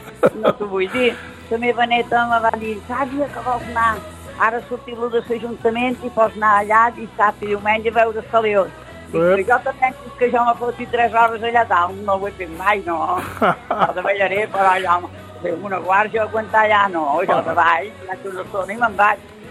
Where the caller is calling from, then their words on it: Mahón, Balearic Islands, Spain; Ja som a les festes del meu poble